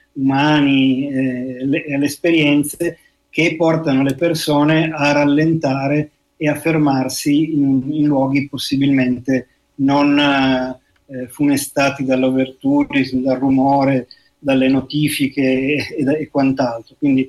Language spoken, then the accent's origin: Italian; Milan, Lombardy, Italy; born there; also born or lived in Genoa; io sono nato a Milano e conosco molto bene Milano e Genova perché ci ho abitato